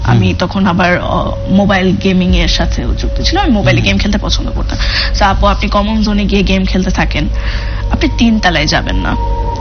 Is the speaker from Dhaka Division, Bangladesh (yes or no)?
yes; Dhaka, Dhaka Division, Bangladesh; আমার হচ্ছে আমার বাসা মিরপুরে, আমি ঢাকায় জন্ম, ঢাকায় থাকি, আমার নানু বাসাও ঢাকায়, আমরা সব ঢাকা স্থানীয়।